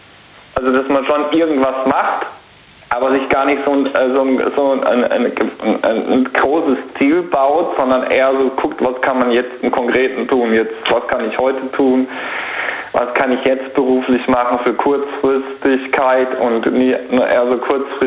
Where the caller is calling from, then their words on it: Heidelberg, Baden-Württemberg, Germany; Ich komme aus dem Heidelberger Raum.